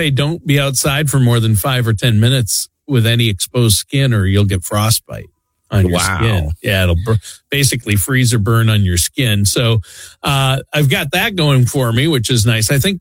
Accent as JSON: {"language": "English", "region": "Minnesota", "country": "United States", "tie": "born or raised there", "said": "my home state of Minnesota where I'm at right now."}